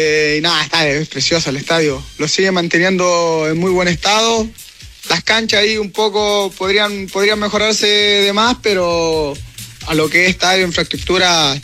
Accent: Chile; Y esperamos lo que venga, hay que esperar nomás y a darle, como todo chileno, siempre para adelante.

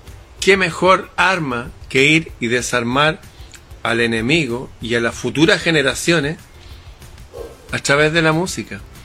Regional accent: Chile; en mi país, consorcios narco colombiano, se compraron las radios chilenas.

